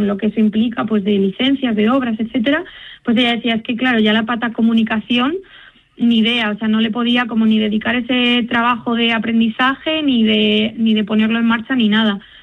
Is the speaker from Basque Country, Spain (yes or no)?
no; Castile and León, Spain